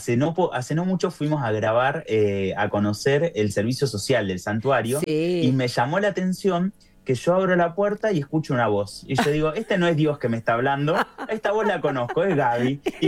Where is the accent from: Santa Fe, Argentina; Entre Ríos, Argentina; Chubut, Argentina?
Chubut, Argentina; Esquel; Yo soy de Esquel, que había un solo colectivo.